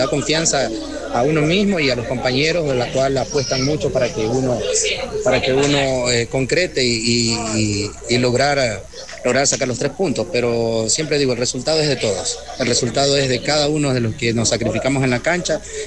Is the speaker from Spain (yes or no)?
no; Esmeraldas, Ecuador